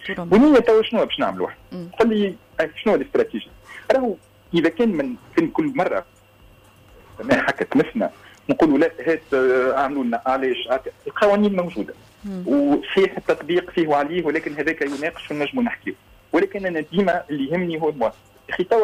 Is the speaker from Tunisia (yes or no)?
yes; Tunisia; انا تونسي